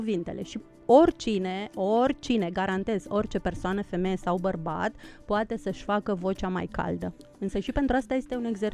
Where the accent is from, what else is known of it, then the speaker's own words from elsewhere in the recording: Moldavia, Romania; accent: Moldavian; Simt că nu am scăpat de accent. Simt lucrul acesta. Și când sunt în preajma moldovenilor, am senzația că trădez. Că trădez. Că trădez dacă nu vorbesc moldovenește.